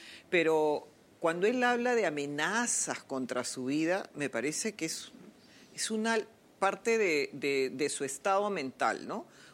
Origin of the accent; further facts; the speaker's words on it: Marcona, Ica, Peru; Yo soy de Nazca, pero de Marcona, ¿no? Yeah. Que es un distrito de la provincia de Nazca.